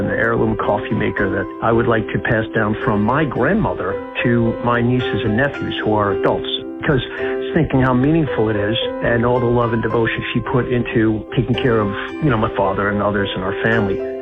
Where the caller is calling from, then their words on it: New York, United States; Hi, I'm a listener from New York.